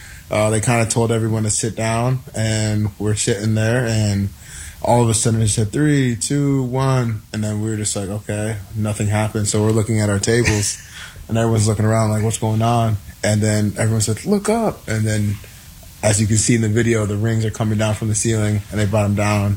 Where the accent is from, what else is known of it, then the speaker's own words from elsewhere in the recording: Minnesota, United States; obviously, being from Minnesota, my hometown, you know, I wanted to go back and give them a chance to see that it is possible. A kid from Minnesota made his dreams come true and made it to the NFL.